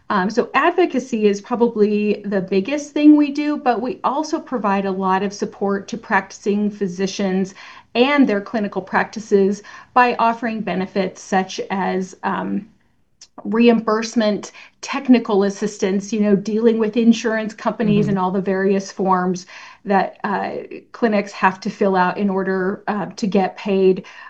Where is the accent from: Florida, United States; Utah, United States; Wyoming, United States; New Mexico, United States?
Wyoming, United States; Cheyenne; moved away as an adult; now in Idaho, United States; I was in the community where I grew up in Cheyenne, Wyoming, and I thought I was set. By the end of 2007, I had moved with the puppy and ended up in Idaho